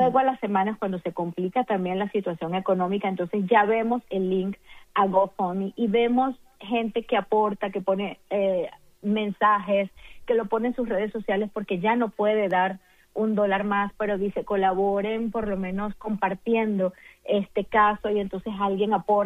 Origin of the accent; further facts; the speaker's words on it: Venezuela; now in Doral, United States; Más del 40% de los habitantes somos venezolanos, por cierto